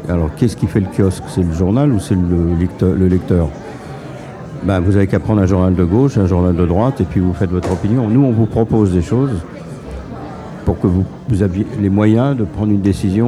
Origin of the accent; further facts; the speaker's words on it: France; Moi, je suis français, je viens de France. Mon éducation, elle n'est pas la même qu'un Africain, ou celle d'un Palestinien, ou celle d'un Israélien.